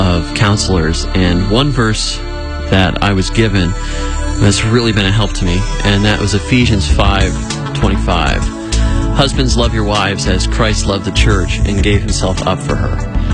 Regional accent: Fort Lauderdale, Florida, United States; from Fort Lauderdale, Florida.

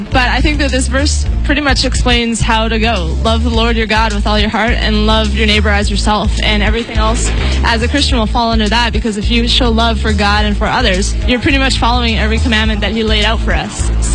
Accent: Vancouver, British Columbia, Canada; from Vancouver

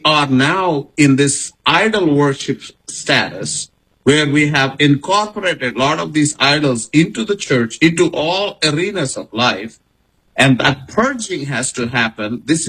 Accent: India; even though I'm coming from India.

